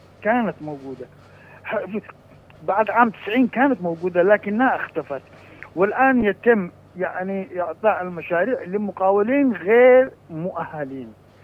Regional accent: Aden, Yemen; يعني أنا من عدن

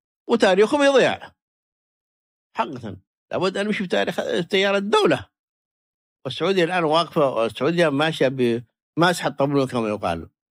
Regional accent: Yemen

